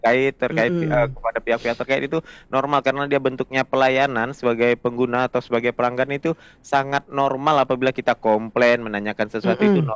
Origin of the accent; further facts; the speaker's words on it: Sambas, West Kalimantan, Indonesia; saya sebagai orang Sambas